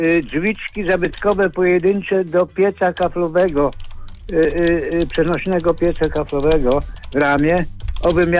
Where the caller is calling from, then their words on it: Rawicz, Greater Poland Voivodeship, Poland; Dzwonię z Rawicza.